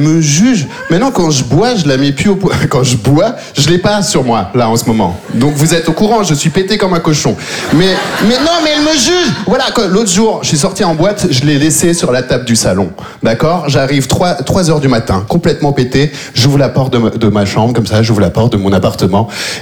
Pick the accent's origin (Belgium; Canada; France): Belgium; c'est vrai que je viens de Belgique, je suis arrivé en Belgique quand j'avais 3 ans, j'ai vécu toute ma vie là-bas